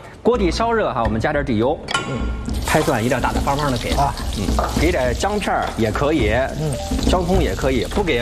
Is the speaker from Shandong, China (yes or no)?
yes; Shandong, China; 回了我们胶东老家了。